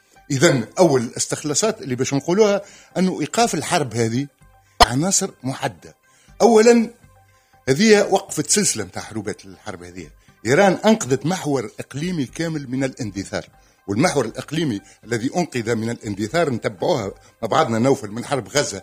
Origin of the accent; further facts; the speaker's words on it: Tunisia; أنا كتونسي عربي